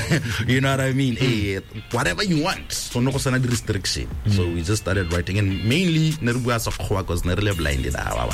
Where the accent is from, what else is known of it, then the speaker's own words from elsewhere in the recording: Orapa, Central District, Botswana; we were born in Orapa. We grew up in Orapa as boys, like, since preschool